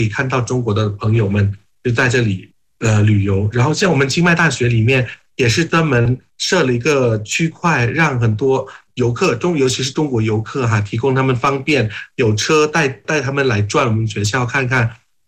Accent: Thailand; Chinese is a second language; now in Chiang Mai, Thailand; 像我们清迈这个城市，是一个旅游的城市，

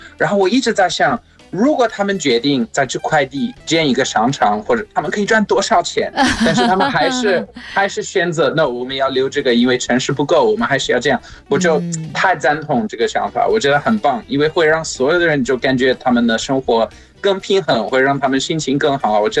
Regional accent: South Africa; now in Nantong, China; 我觉得最搞笑是我们在南非长大，如果有草我们会在那边去野餐，我们会坐在上面、嗯、或者踢足球什么的。

